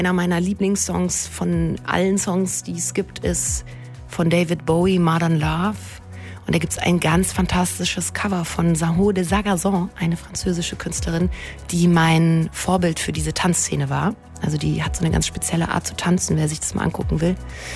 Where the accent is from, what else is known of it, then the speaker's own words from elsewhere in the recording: Bavaria, Germany; accent: Upper Bavarian; Es könnte sein, dass mal der ein oder andere fränkische Satz rausrutscht oder mein Oberbayerisch, was ich quasi aus meiner Kindheit noch kann.